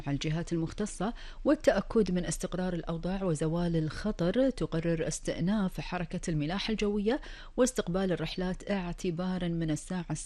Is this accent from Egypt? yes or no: no; Kuwait; ديرتنا الحبيبة الكويت